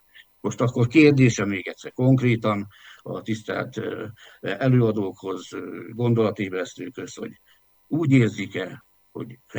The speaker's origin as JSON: {"language": "Hungarian", "region": "Southern Slovakia", "country": "Slovakia", "said": "jelenleg is a Benes dekrétumok alatti büntető hatás alatt állok, mert felvidéki magyar vagyok, onnan származom"}